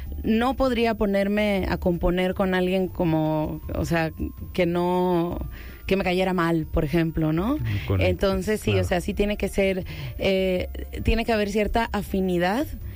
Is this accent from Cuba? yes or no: yes; Cuba; born there; Como les conté, yo nací en Cuba, toda mi familia es cubana, en Cuba se acostumbra a inventar nombres